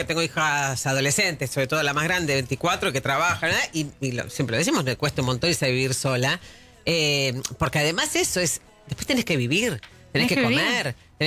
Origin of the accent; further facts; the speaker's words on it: La Plata, Buenos Aires Province, Argentina; moved away as an adult; now in Buenos Aires, Argentina; yo soy de La Plata, me vine a Buenos Aires a trabajar en radio